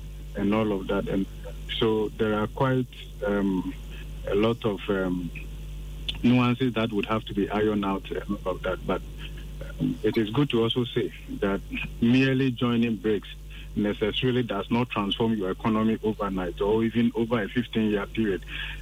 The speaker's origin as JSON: {"language": "English", "country": "Ghana"}